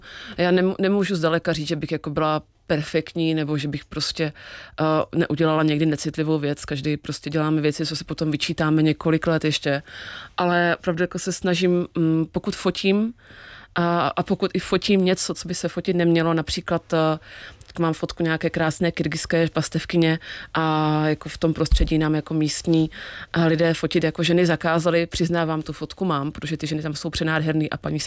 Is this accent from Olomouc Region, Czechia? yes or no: yes; Olomouc, Olomouc Region, Czechia; Já jsem jako děvče z Olomouce původně. My jsme v Olomouci, když jsem byla malá, tak tam byl jeden jediný jako vlastně Afričan.